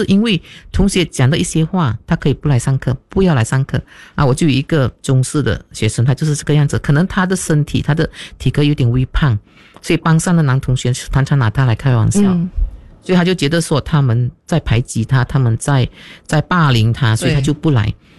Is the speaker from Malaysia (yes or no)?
yes; Malaysia; now in Sri Aman, Malaysia; 我们马来西亚就是可能我们这个斯里阿曼小城市